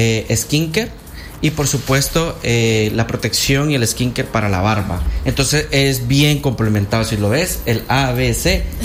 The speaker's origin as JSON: {"language": "Spanish", "country": "El Salvador", "said": "muchos salvadoreños nos ha tocado así, sufrir cosas bien difíciles. Por eso nos llaman guanacos, porque al final siempre salimos adelante"}